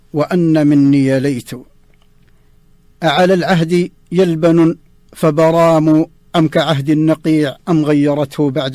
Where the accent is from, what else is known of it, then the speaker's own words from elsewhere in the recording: Saudi Arabia; بلادنا المملكة العربية السعودية